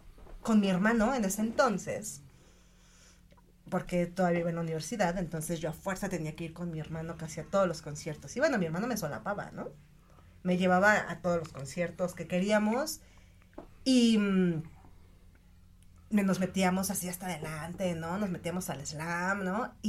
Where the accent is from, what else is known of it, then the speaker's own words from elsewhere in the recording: Ecatepec, State of Mexico, Mexico; yo nací, crecí en Ecatepec.